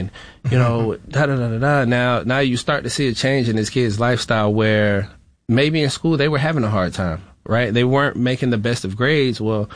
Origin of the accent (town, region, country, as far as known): Florida, United States; born or raised there